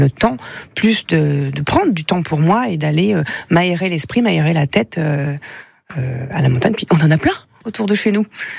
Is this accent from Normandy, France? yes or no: yes; Le Havre, Normandy, France; born there; now in Aix-les-Bains area, France; Et moi, je viens du Havre. Le Havre, on avait la mer. Donc, c'est différent. Mais au Havre, par exemple, j'allais à la mer plus jeune.